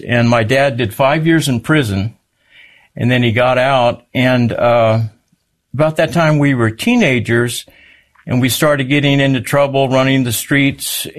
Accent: San Antonio, Texas, United States; born there; Well, I was born in San Antonio, Texas

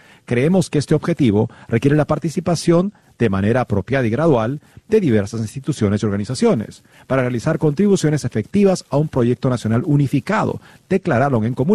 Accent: Venezuela; born there; pero sí nací en Venezuela, así que también tengo un particular cariño por el país

